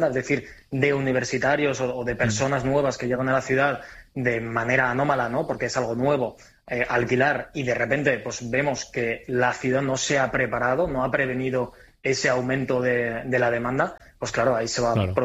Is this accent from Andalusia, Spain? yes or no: no; Altea, Valencian Community, Spain; yo llegué de un pueblito de Alicante, de Altea, me fui a estudiar a Valencia con tres amigos del bachiller.